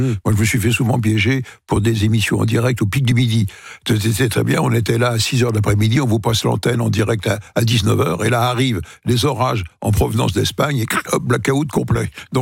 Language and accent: French; Paris, Île-de-France, France; Alors, moi je parle pour Paris, en tant que Parisien, il n'y a pas 36 endroits.